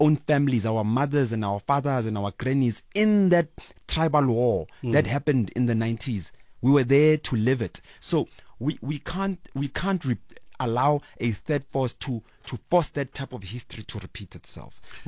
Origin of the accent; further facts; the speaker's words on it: Soweto, Gauteng, South Africa; And Komirolensi, Ndofaya, Soweto, where I come from, where I was raised